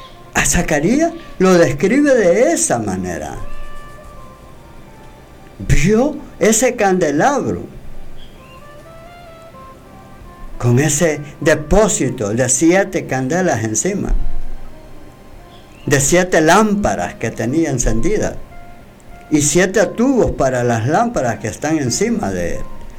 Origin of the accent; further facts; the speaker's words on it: Honduras; como decimos en buen hondureño